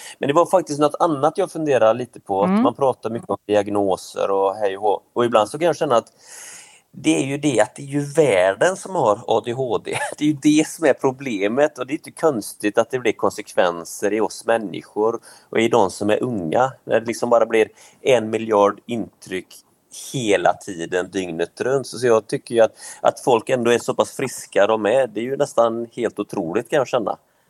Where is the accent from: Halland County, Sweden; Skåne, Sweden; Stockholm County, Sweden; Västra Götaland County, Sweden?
Västra Götaland County, Sweden; born there; Jag är ju född på en utanför Göteborg.